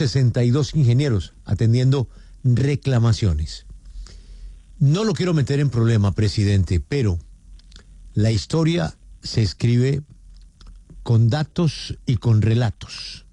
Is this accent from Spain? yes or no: no; Colombia; a pesar de todo el inventario de problemas y de quejas que usted, como tantos colombianos, podamos tener